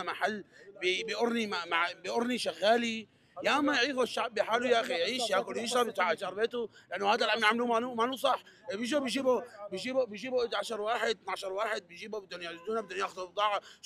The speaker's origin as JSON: {"language": "Arabic", "town": "Homs", "region": "Homs Governorate", "country": "Syria", "said": "اني انا اليوم من الشعب السوري، انا من حمص، انا وضع المادي تعبان"}